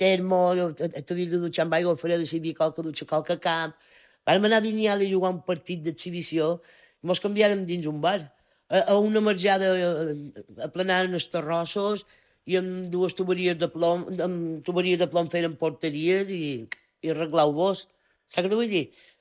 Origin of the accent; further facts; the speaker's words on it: Bunyola, Balearic Islands, Spain; I del Baleares vam venir allà on jo volia anar, en el Bunyola. Jo som molt de Bunyola.